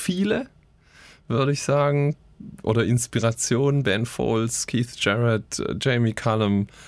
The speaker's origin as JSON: {"language": "German", "region": "Swabia", "country": "Germany", "tie": "born there", "said": "Ich bin Schwabe."}